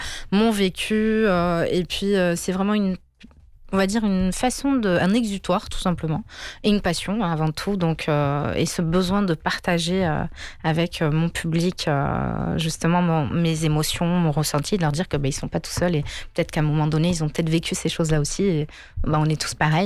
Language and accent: French; France; born there; comme je suis marocaine, avec des sonorités donc, qui vont venir d'Orient, et puis le côté aussi Europe, parce que je suis née en France.